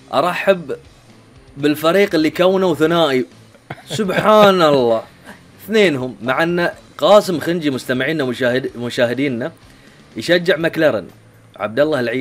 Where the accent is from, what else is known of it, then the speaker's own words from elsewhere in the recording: Bahrain; كبحرينيين